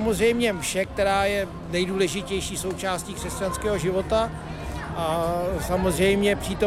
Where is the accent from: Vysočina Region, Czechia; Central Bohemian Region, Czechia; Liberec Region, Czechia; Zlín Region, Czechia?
Vysočina Region, Czechia; Kámen; Z Kámena, okrese Peřimov.